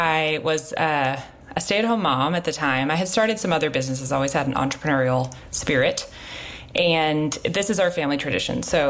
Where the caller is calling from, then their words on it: Nashville, Tennessee, United States; I'm calling from Nashville, Tennessee.